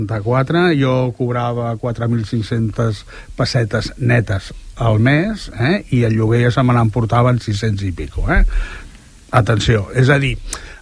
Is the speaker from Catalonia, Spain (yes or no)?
yes; Barcelona, Catalonia, Spain; al meu barri, allà a Sants, a Barcelona, pues teníem un pis llogat entre quatre.